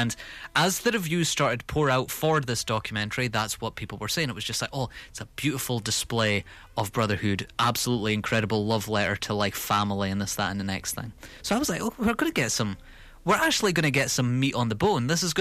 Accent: United Kingdom; milking every single pound that we've got as fans, or just as general British public.

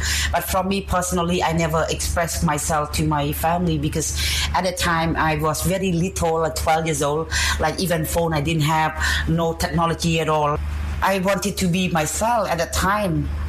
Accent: Siem Reap, Cambodia; I identify myself as a transgender when I was 12 years old, and I was born in Siem Reap in Kandrok village. It's a small village

